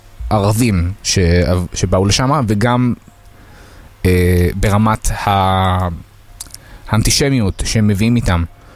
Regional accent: Windsor, Ontario, Canada; now in Israel; אני גדלתי בקנדה ובעיר שעזבתי, זה נהיה רמאללה קטנה

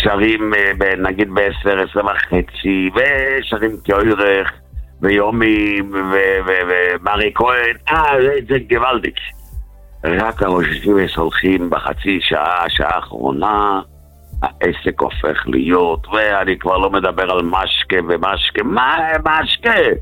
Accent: Jerusalem, Jerusalem District, Israel; אני בן ירושלים

